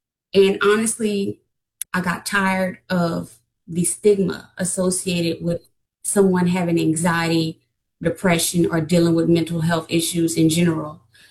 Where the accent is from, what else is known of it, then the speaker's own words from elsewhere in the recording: Louisiana, United States; I was born and raised in Acadiana, which is around 50 minutes from Southern University, where I currently reside in Lafayette